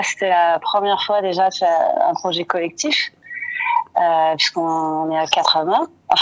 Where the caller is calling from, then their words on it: Saint-Claude, Guadeloupe; j'habite à Saint-Claude, c'est au pied du volcan de la Soufrière.